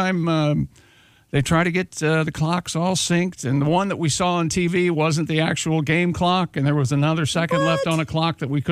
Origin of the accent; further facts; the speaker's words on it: Columbus, Ohio, United States; Well, you know me. I grew up in Columbus, Ohio. Michigan does not deserve any wins. That's the way I was born and raised.